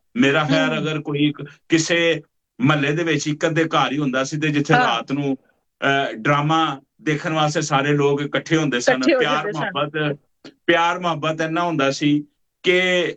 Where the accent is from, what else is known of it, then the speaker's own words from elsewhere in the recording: Lahore, Punjab, Pakistan; ਹਾਂ, ਮੇਰਾ ਨਨਿਆਲ ਵੀ ਉੱਥੇ ਆ ਤੇ ਉੱਥੇ ਹੀ ਮੈਂ ਪੈਦਾ ਹੋਇਆ, ਤੇ ਉਸ ਤੋਂ ਬਾਅਦ ਫਿਰ ਲਾਹੌਰ ਦਾ ਇਲਾਕਾ ਹੈਗਾ ਆਪਣਾ ਨੈਸ਼ਨਲ ਟਾਊਨ, ਉੱਥੇ ਮੈਂ ਮੇਰਾ ਬਚਪਨ ਗਰੋ ਹੋਇਆ ਸਾਰਾ